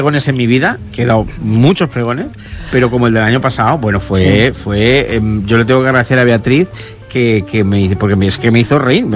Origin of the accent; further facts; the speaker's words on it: Fernán Caballero, Castilla-La Mancha, Spain; pero mi pueblo es Fernán Caballero porque mis padres, con el 70, yo nací en el 76, pues el 75 se fueron a Fernán Caballero, que está a 15 kilómetros de Ciudad Real, y compraron una casita.